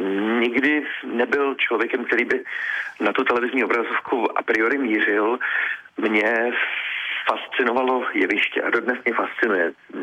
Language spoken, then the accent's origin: Czech; Most, Ústí nad Labem Region, Czechia; já jsem z Mostu a hrdě prohlašuji, že jsem kluk z Koneční